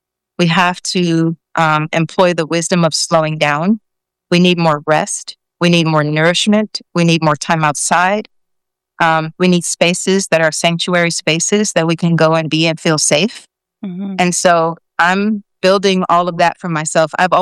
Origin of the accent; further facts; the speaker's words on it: Chicago, Illinois, United States; I did live in all these other neighborhoods, but now I'm back on the south side. I live here in Bronzeville. This is where my business is. And but I grew up in Hyde Park and also further south.